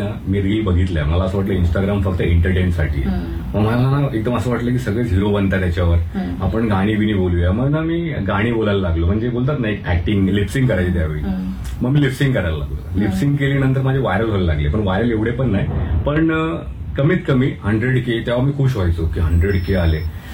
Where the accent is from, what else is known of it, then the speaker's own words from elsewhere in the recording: Mumbai, Maharashtra, India; born there; मी जिथे जन्मलोय लालबाग काळा जो की परेल या एरियामध्ये खूप काही गोष्टी घडलेल्या आहेत